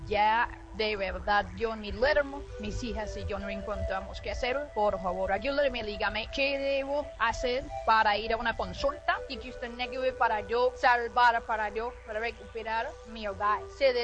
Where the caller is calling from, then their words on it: Ansermanuevo, Valle del Cauca, Colombia; Soy de aquí de Anserma Nuevo